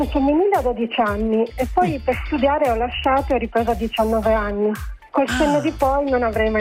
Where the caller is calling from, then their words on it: Turin, Piedmont, Italy; Io sono di Torino